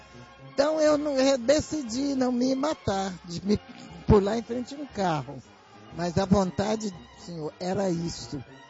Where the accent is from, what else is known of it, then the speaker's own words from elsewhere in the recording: Minas Gerais, Brazil; moved away; Eu não sou carioca, eu sou mineira. Quando eu vim lá de Minas, eu vim tão mal.